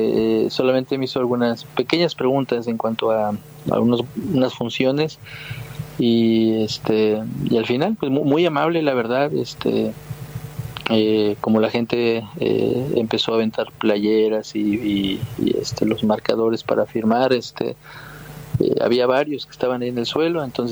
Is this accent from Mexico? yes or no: yes; Mexico; Pues mira, obviamente pues como mexicano quiero que siempre le vaya bien a México